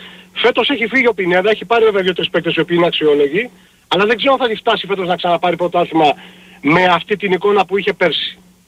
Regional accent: Piraeus, Attica, Greece; Εγώ είμαι Ολυμπιακός, είμαι Πειραιώτης

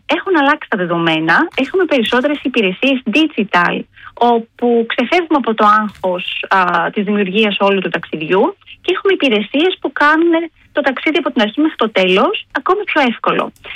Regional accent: Central Greece, Greece; και είμαι από τη Φωκίδα

